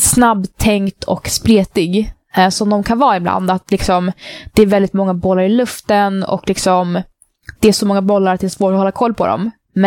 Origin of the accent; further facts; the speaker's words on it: Sweden; moved away; de får veta att jag är svensk